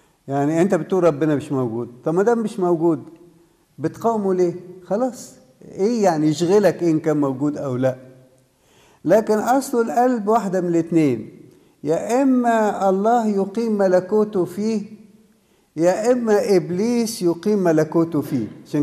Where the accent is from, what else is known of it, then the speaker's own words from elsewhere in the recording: Upper Egypt, Egypt; moved away as an adult; وأنا صغير في الصعيد